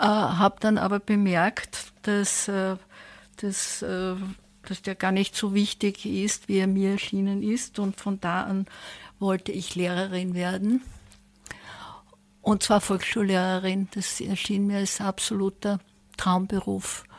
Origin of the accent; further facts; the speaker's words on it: Styria, Austria; ich komme aus der Umgebung von Graz.